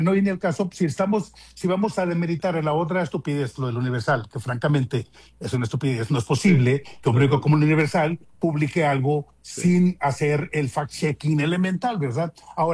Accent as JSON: {"language": "Spanish", "town": "Navojoa", "region": "Sonora", "country": "Mexico", "said": "Yo como soy de Navojoa"}